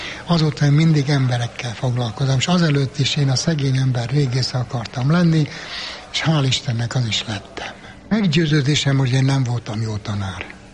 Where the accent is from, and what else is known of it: Székely Land, Romania; born or raised there